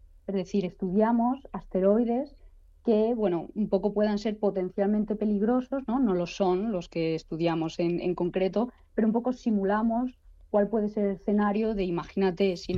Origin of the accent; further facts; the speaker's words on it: Madrid, Community of Madrid, Spain; yo soy de Madrid